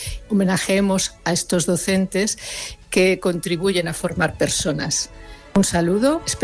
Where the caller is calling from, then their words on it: Zaragoza, Aragon, Spain; de Zaragoza